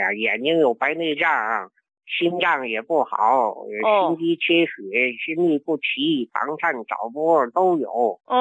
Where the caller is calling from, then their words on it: Tianjin, China; 哎呀，老糖友了，我是天津的。